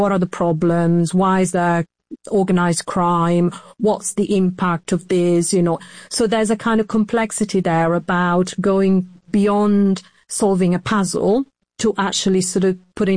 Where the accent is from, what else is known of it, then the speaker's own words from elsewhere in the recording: France; I'm from France.